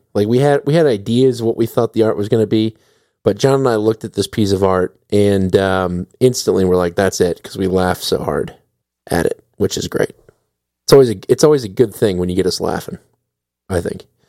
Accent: Wisconsin, United States; Welcome. I'm from Wisconsin.

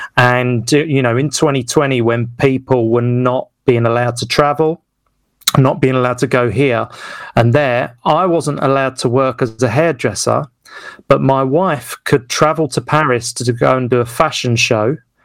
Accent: Westcliff, East of England, United Kingdom; doing a show in Westcliff in my hometown

